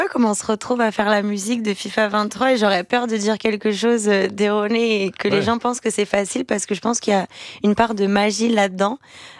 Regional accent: Brazil; moi en tant que brésilienne.

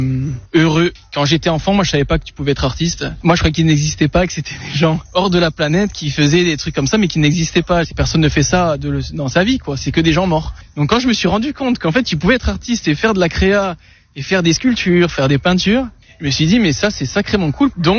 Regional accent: Nice, Provence-Alpes-Côte d'Azur, France; moved away as an adult; also born or lived in Dijon / Clermont-Ferrand / Toulouse; Quand tu passes le Var en tant que niçois

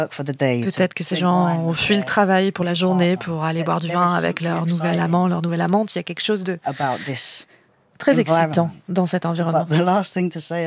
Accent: London, United Kingdom; Moi, je suis née, j'ai grandi à Londres et parfois, ma ville peut être dévorante.

